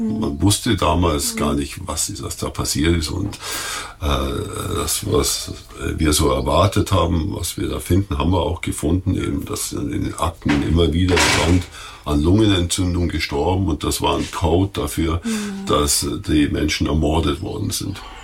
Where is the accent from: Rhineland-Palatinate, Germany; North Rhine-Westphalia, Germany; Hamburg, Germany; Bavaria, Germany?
Bavaria, Germany; Augsburg; born there; moved away as an adult; also born or lived in Munich / Kaufbeuren / London / Heidenheim an der Brenz; now in Bremen, Germany; ich bin in Augsburg geboren, habe dann nach dem Medizinstudium in München erstmal im Bayerischen Allgäu gearbeitet.